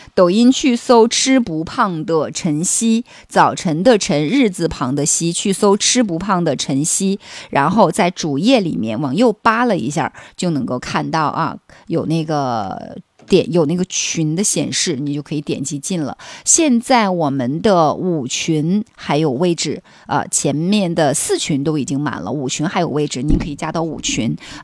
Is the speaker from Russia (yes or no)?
no; Northeast China, China; 也是让我们东北人很自豪的一件事情